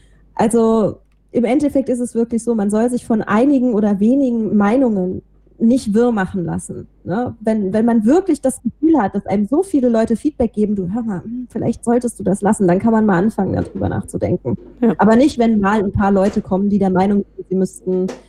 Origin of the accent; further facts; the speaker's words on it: Rhineland, Germany; ich bin halt nun mal im Rheinland aufgewachsen, ich bin so erzogen worden, ich habe eine Großmutter, die gar kein Hochdeutsch mehr spricht